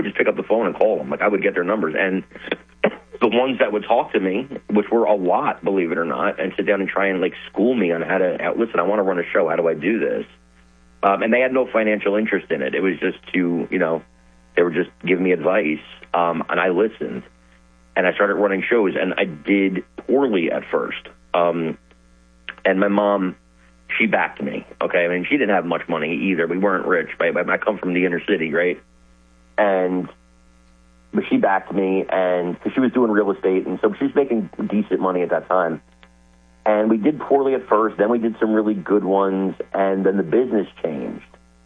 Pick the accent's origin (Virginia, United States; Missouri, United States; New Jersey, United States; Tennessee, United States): New Jersey, United States; Newark; I'm from Newark, New Jersey, bro. Okay? It's one of the toughest cities in the world. That's where I was born and raised.